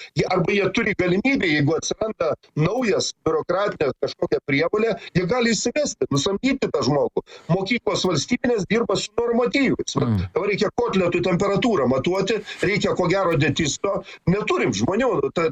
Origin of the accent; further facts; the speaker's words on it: Kaunas, Kaunas County, Lithuania; Kaune mes, aš kaunietis